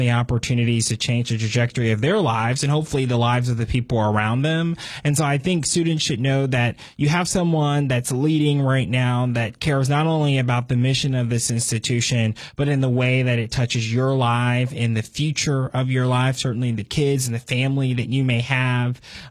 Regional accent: Cincinnati, Ohio, United States; now in Fort Mill, United States; From Cincinnati, Ohio, but now live on the border of Charlotte in Fort Mill, South Carolina, studying public policy and public relations.

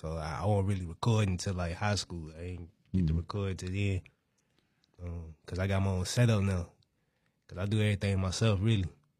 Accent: North Carolina, United States; And I'm from Caswell, though. So I'm out in the country.

